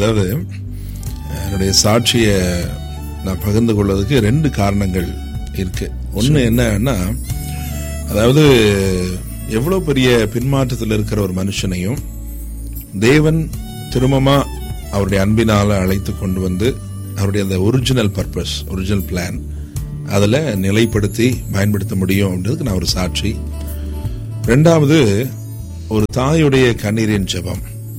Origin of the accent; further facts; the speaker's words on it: Madurai, Tamil Nadu, India; now in Muscat, Oman; அதனால நான் பிறந்த ஊர் மதுரை.